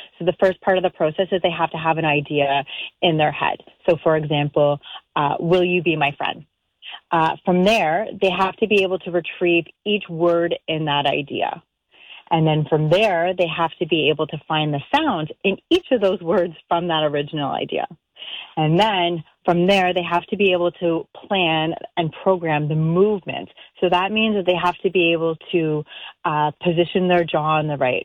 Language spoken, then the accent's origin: English; England, United Kingdom